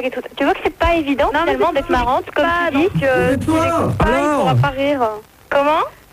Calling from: Paris, Île-de-France, France; 19 ans de Paris.

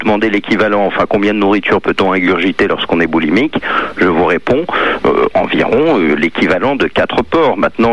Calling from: Paris, Île-de-France, France; J'appelle de Paris.

